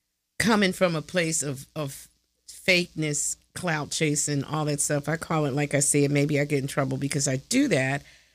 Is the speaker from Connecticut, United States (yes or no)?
no; Philadelphia, Pennsylvania, United States; West Side, I let them know I'm from West Philadelphia, and I rep West Philly everywhere I go.